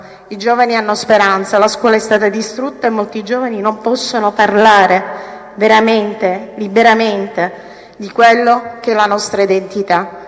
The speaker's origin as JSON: {"language": "Italian", "town": "Mazara del Vallo", "region": "Sicily", "country": "Italy", "said": "Io vengo da Mazara del Vallo"}